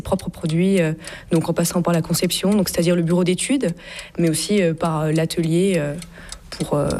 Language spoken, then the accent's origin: French; Besançon, Bourgogne-Franche-Comté, France; Alors moi, je suis originaire de Besançon. Donc quand j'étais petite, je suis allée visiter le musée du temps de Besançon.